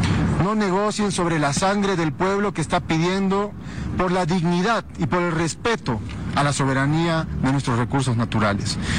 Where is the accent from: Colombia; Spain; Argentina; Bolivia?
Bolivia